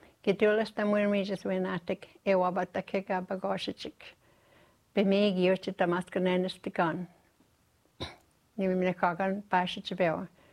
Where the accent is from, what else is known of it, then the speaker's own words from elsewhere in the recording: Moosonee, Ontario, Canada; first language Cree; English is a second language; also born or lived in English River; I guess I was raised in Moosonee, but I was born in a place called English River.